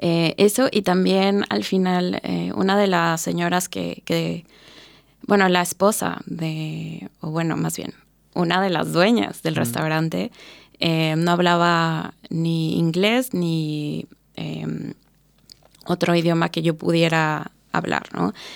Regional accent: Mexico; Yo soy mexicana y también como picante

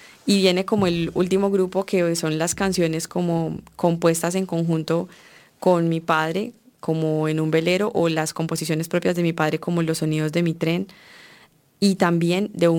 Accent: Colombia; como lo es el paisaje colombiano y como lo somos los colombianos mismos, que somos de todos los colores.

